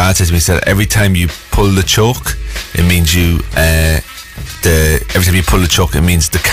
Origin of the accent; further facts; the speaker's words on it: Cork, Munster, Ireland; also born or lived in Mullingar; I was born in Mullingar and moved to Cork when I can't even remember. I am from Cork.